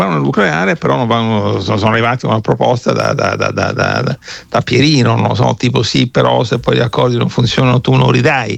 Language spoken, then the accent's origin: Italian; Rome, Lazio, Italy; io sono cresciuto a Roma